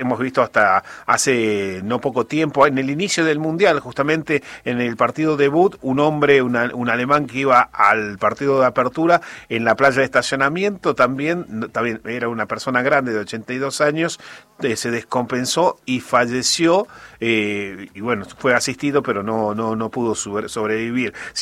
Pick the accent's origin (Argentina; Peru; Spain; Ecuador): Argentina; porque somos los argentinos en general, somos de juntarnos para lo que sea y comer